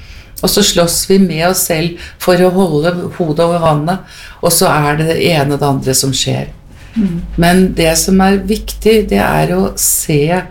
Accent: Heggedal, Akershus, Norway; de opplevde jeg som 2-, 3-, 4- og 5-åring foran radioapparatet hjemme på Heggedal. Og alt dette her, det ble en slags felles referanser for oss som vokste opp den gangen.

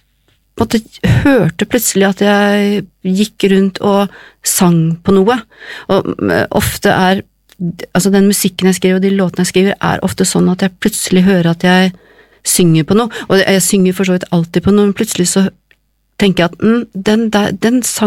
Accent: Moss, Østfold, Norway; Egentlig så kommer jeg fra Moss, og pleier å si at forbløffende mange av oss er fra Moss

